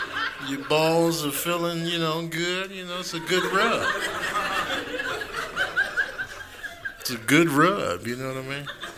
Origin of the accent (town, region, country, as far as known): Chicago, Illinois, United States; born or raised there; now in California, United States